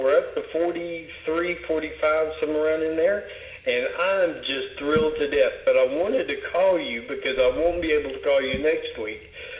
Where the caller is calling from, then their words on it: Decatur, United States